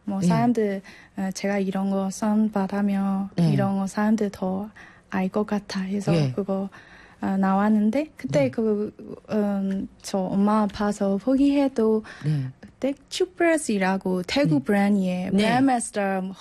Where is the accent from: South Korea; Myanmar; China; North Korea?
Myanmar; Korean is a second language; moved away as an adult; 저의 고향이에요